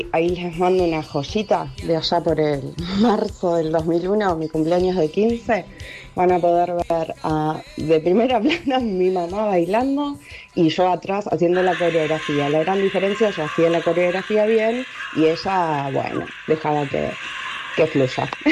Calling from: Lanús, Buenos Aires Province, Argentina

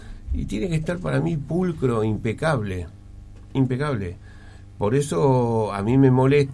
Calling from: Argentina; lo digo como argentino y aparte como persona que ha estado en el conflicto

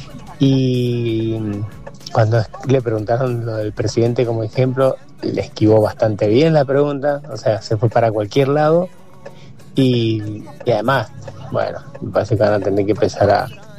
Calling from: Mendoza, Argentina; como mendocino poco representado

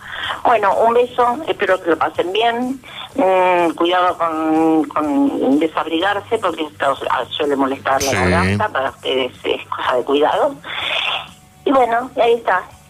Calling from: San Lorenzo, Santa Fe, Argentina; de San Lorenzo, como digo siempre.

